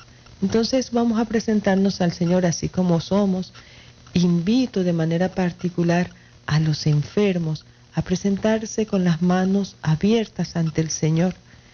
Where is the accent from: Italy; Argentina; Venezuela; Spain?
Venezuela; moved away as an adult; also born or lived in Santiago, Chile; now in Santiago de los Caballeros, Dominican Republic; la situación de mi país de origen, Venezuela